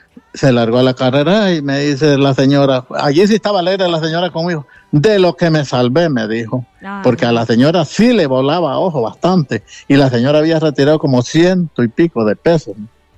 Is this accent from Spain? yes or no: no; Colón, Honduras; Yo soy de Colón.